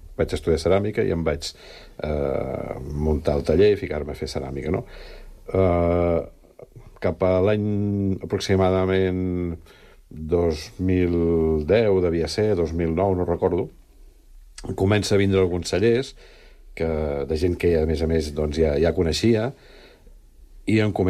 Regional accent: Catalonia, Spain; Soc fill del Penedès, la família estava vinculada al món del vi, l'avi era pagès, feia vi.

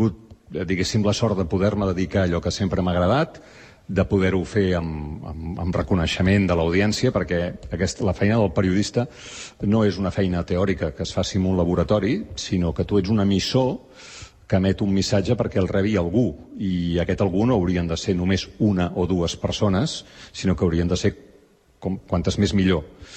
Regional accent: Barcelona, Catalonia, Spain; no havia sortit del barri de Gràcia de Barcelona, d'on jo soc

